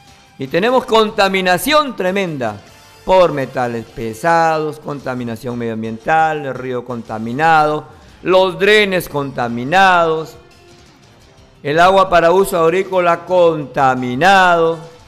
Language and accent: Spanish; Tambogrande, Piura, Peru; soy tamborandino, camotero, con mucho orgullo, con mucha honra